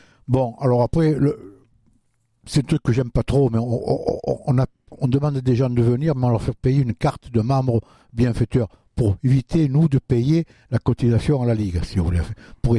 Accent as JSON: {"language": "French", "town": "Le Dramont", "region": "Provence-Alpes-Côte d'Azur", "country": "France", "tie": "born or raised there", "said": "Alors c'est vrai que moi, je suis natif du Dramont. Je suis né au Dramont."}